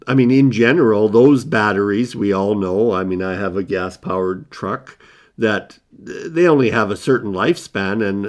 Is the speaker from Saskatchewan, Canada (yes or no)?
no; Nunavut, Canada; now in Yellowknife, Canada; we are in Yellowknife, which is shocking to me because I grew up in Nunavut.